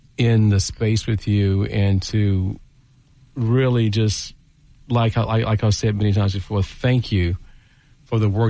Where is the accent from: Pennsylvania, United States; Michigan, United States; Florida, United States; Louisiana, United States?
Louisiana, United States; Baton Rouge; I grew up in Baton Rouge, and I went to Southern, took classes at LSU also.